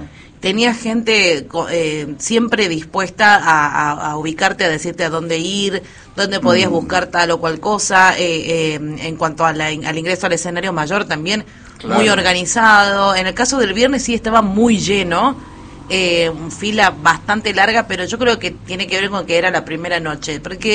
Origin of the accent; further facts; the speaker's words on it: La Rioja, Argentina; le digo, sí, soy riojana.